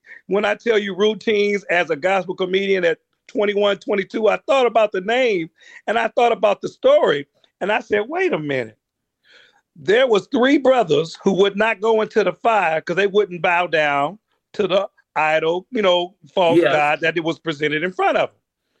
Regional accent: Oakland, California, United States; Now, I grew up in Oakland and my daddy's a preacher.

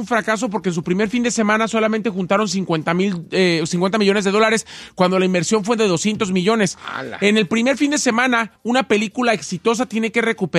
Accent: Mexico; porque la verdad nosotros como mexicanos o la cultura mexicana no tenemos la cultura del psicólogo.

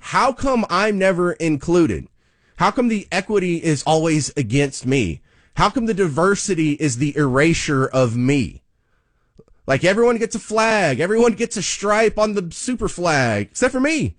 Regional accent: Texas, United States; I wasn't like raised in a town. I was just raised in unincorporated Texas. Where are you from? I'm from Texas.

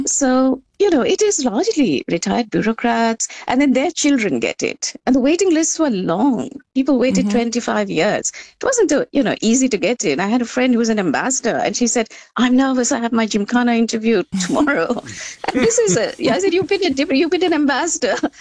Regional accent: Delhi, India; I mean, like you said, I grew up in Delhi.

